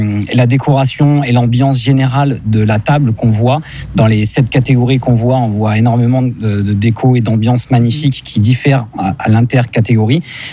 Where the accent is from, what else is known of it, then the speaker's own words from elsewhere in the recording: Provence-Alpes-Côte d'Azur, France; Moi, je suis de la Côte d'Azur, donc j'ai fait quand même 450 km pour venir les voir